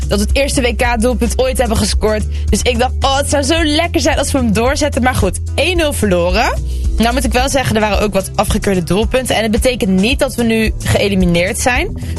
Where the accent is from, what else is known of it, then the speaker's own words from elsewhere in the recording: Netherlands; ik ben Congolees Nederlands. En ik probeer echt de Congolese cultuur te representen.